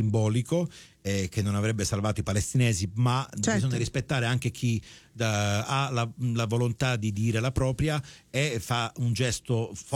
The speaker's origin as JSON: {"language": "Italian", "country": "Canada", "said": "da canadese quando vado al sud mi sento il re"}